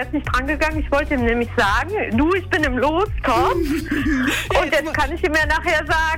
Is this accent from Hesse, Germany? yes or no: no; Cologne, North Rhine-Westphalia, Germany; born there; moved away as an adult; now in Bergisches Land, Germany; Wir sind beide gebürtige Kölner und beide hier ins Bergische bezogen.